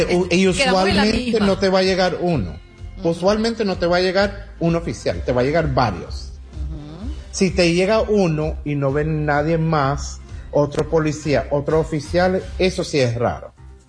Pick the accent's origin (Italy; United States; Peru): United States; born there; Yo soy nacido aquí en los Estados Unidos y no tengo problema en decir